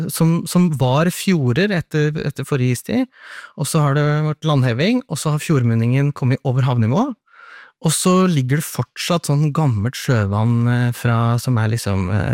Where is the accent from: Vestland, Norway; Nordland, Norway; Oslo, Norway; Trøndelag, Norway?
Nordland, Norway; Og jeg er jo nå fra Beisfjord